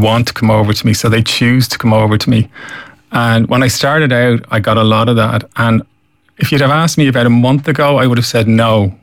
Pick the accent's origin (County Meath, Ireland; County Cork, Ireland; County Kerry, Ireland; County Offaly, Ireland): County Meath, Ireland; Dunboyne; I'm from Dunboyne.